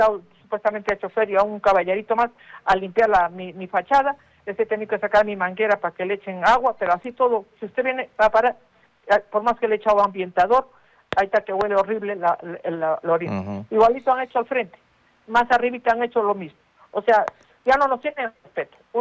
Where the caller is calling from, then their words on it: Arequipa, Peru; Yo vivo en Semirural, Pachacute.